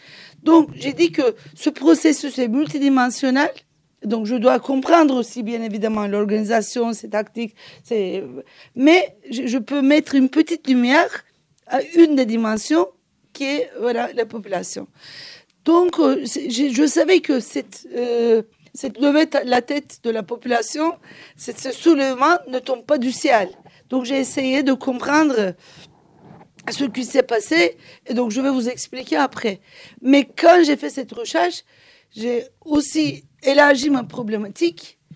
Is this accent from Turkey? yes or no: yes; Turkey; French is a second language; Et j'ai dit qu'en tant que Turc, moi, je ne veux pas juger quelque chose que je ne maîtrise pas vraiment.